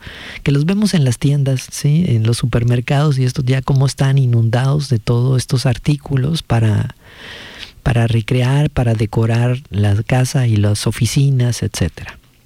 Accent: Mexico; para nosotros, sí, como mexicanos

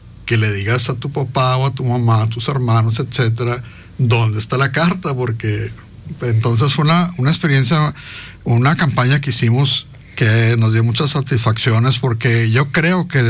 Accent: Hermosillo, Sonora, Mexico; born there; Yo nací en Hermosillo, Sonora. Y nací en Hermosillo, Sonora. Mi mamá es de Hermosillo, Sonora. Mi papá es de la ciudad de Monterrey. Era de la ciudad de Monterrey.

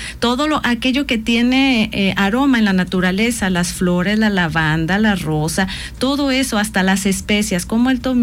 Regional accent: Jalisco, Mexico; yo soy de Jalisco, entonces lo conocen como jitomate, ¿verdad?

